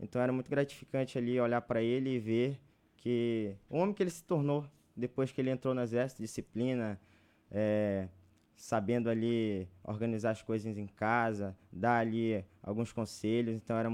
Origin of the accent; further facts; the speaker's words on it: Tabatinga, Amazonas, Brazil; also born or lived in Benjamin Constant; Sou aqui de Tabatinga mesmo, nasci em Benjamim, mas eu cresci em Tabatinga.